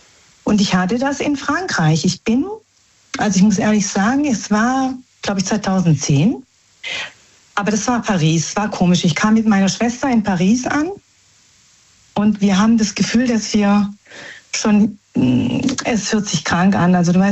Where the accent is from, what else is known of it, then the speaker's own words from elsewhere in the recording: Germany; born there; also wir sind eigentlich Italiener, ja, in Deutschland geboren.